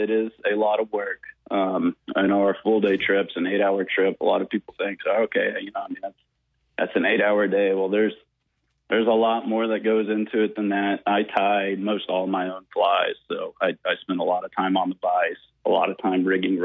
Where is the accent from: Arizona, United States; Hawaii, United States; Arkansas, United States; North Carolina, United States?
Arkansas, United States; Fayetteville; I grew up in Fayetteville, so not far from here.